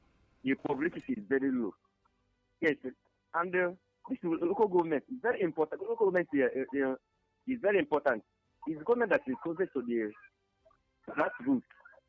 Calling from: Kogi, Nigeria; the chemistry teacher, calling from Olin, the Zagro Kogo State.

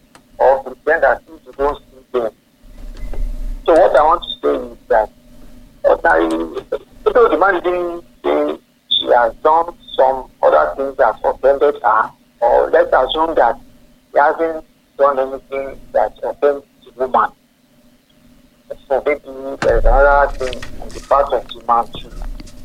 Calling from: Nigeria; from Owuru.

